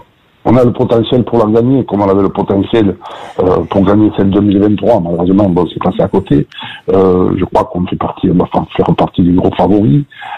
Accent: Riom, Auvergne-Rhône-Alpes, France; born there; quand j'étais jeune, j'étais à Riom

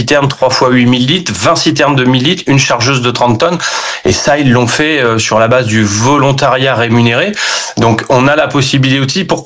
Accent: Le Temple, Nouvelle-Aquitaine, France; Moi, je suis du Temple, on bénéficie aussi des commerces du Porche.

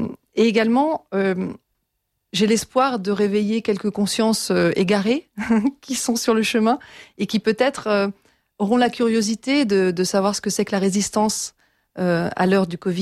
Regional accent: Geneva, Switzerland; born there; moi je suis née à Genève, j'y habite, c'est le canton des organisations internationales

